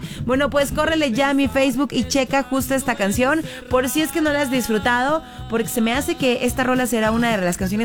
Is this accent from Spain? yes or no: no; Mexico